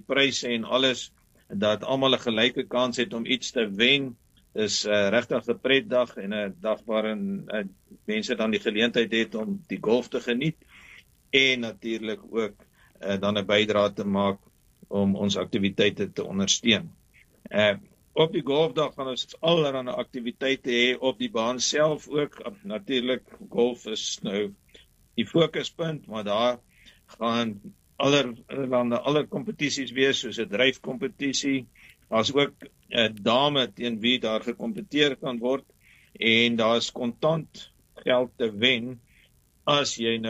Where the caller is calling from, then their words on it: Pretoria, Gauteng, South Africa; Ons is ook van Valeria. En dit is die NG Kerk Pierneef in Valeria.